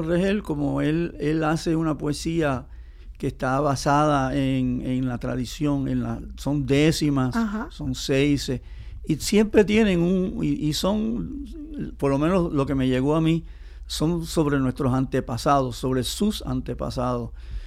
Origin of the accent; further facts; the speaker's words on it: Puerto Rico; los tres que vivimos aquí, la mitad de nosotros ha tenido que ir a Estados Unidos en un momento dado, claro, a visitar, a vivir, a escaparse.